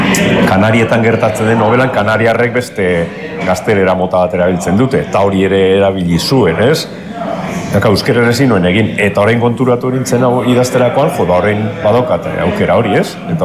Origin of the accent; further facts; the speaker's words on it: Basauri, Basque Country, Spain; also born or lived in Vitoria-Gasteiz; now in Arbizu, Spain; Eta nik Basauriko nara, Bizkaitarran, jaio nintzen, bizizan nintzen, Gasteizera alde ginen arte.